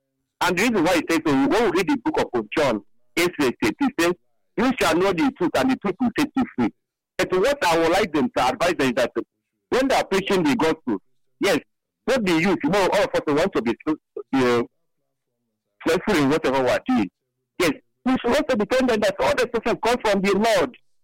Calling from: Molo, Nakuru County, Kenya; I'm calling from Molo in the federal government area of Kenya.

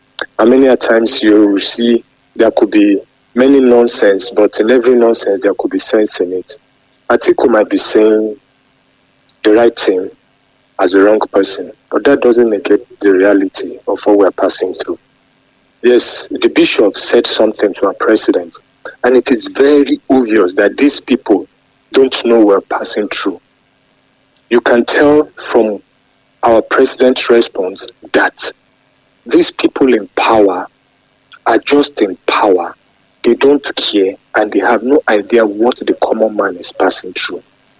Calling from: Nigeria; I'm calling from Fellaini.

